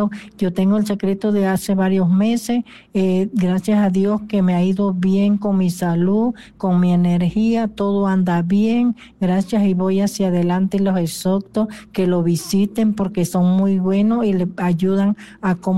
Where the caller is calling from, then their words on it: Chiriquí, Panama; Soy de aquí, de Chiriquí.